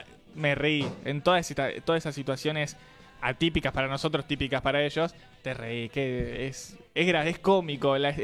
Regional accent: Argentina

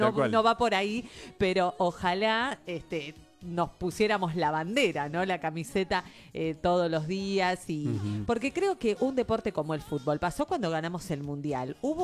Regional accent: Argentina; Somos todos argentinos

